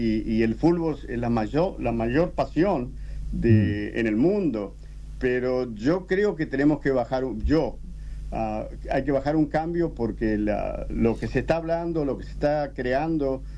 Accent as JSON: {"language": "Spanish", "country": "Argentina", "moved": "as an adult", "lives_now": "Atlanta, United States", "said": "yo, como argentino y veterano, porque yo soy enlistado para el de Malvinas, yo llegué aquí en el año 82 a este país, a Estados Unidos"}